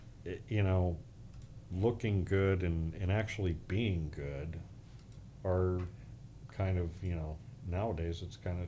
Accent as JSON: {"language": "English", "town": "Orlando", "region": "Florida", "country": "United States", "tie": "born or raised there", "moved": "as an adult", "lives_now": "Gulf Harbors, Florida, United States", "said": "I was raised in the Central Florida area."}